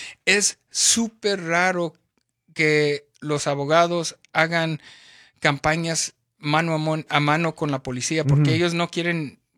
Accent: Chihuahua, Mexico; also born or lived in Tijuana; now in Los Angeles, United States; somos norteños.

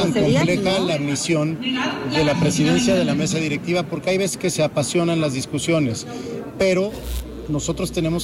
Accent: Oaxaca, Mexico; Quienes vivimos y crecimos en Oaxaca, crecimos en un estado en el que la paz reinaba y por eso celebramos hoy este tipo de acciones.

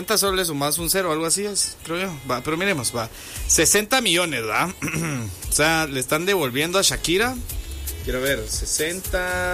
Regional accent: Guatemala; born there; Yo a veces digo yo, ¿por qué nací en Guatemala?

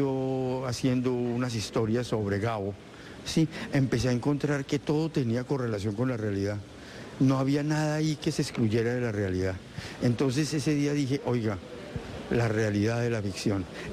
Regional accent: Colombia; lo que somos como colombianos y lo que somos como país.

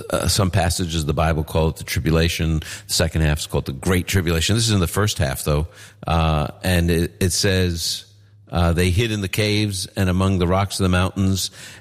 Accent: Brooklyn, New York, United States; you know, I'm from Brooklyn. Not many shepherds there, just saying.

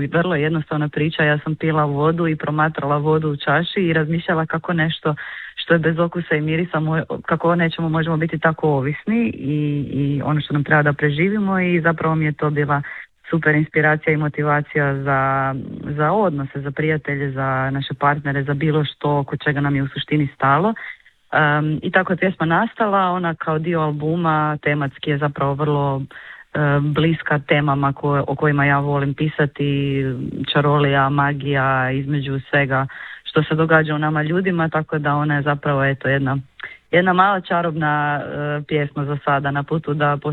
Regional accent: Đurđevac, Koprivnica-Križevci County, Croatia; now in Zagreb, Croatia

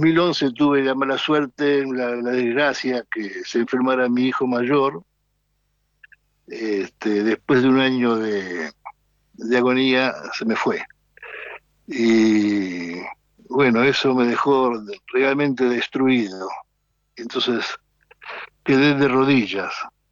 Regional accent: Buenos Aires, Argentina; born there; moved away as an adult; also born or lived in Chacarita, Buenos Aires / Ramos Mejía / Brazil; Yo vivía, nací en Mataderos

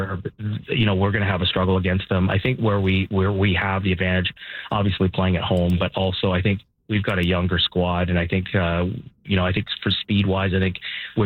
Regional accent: Ottawa, Ontario, Canada; now in Vancouver, Canada; I'm from Ottawa, and I don't want to go to LA. I want to stay here in Vancouver.

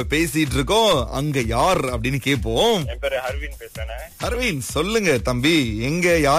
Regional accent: Malaysia; நான் மலேசியர்

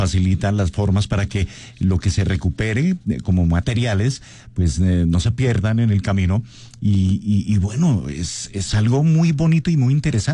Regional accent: Colombia; Ya se ha crecido como sociedad, como colombianos, la cultura ciudadana, el consumo responsable

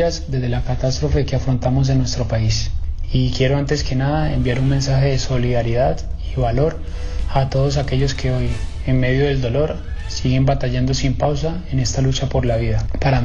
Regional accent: Colombia; No tengo duda que lo lograremos, porque somos colombianos. Somos resilientes y somos berracos.

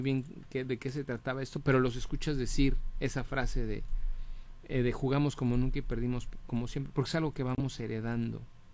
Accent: Mexico; Como mexicanos, como país, quiénes somos, de dónde vimos, de dónde venimos y hacia dónde vamos

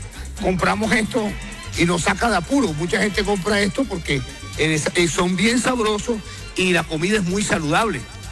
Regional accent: Venezuela; Yo soy venezolano.

